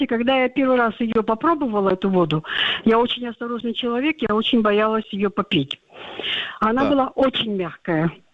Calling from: Chelyabinsk, Chelyabinsk Oblast, Russia; Я из Челябинска.

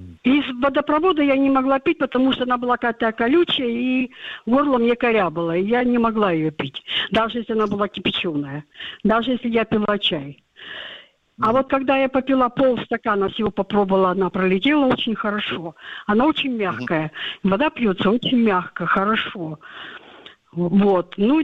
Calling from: Chelyabinsk, Chelyabinsk Oblast, Russia; Я из Челябинска.

